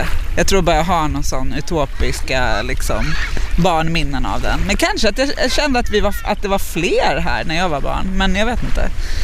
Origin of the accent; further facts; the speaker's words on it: Stockholm, Stockholm County, Sweden; och jag är från Stockholm.